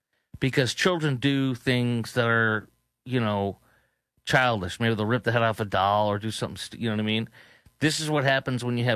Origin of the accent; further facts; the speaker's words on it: Chicago, Illinois, United States; I am actually an authentic Polack from Chicago.